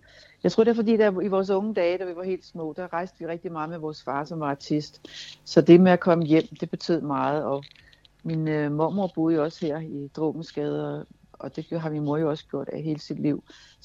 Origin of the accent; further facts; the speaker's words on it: Amager, Capital Region of Denmark, Denmark; Jeg er født på Amager og opvokset på Amager, så det er bare Amager. Det er mit hjem, det er mit hjerte.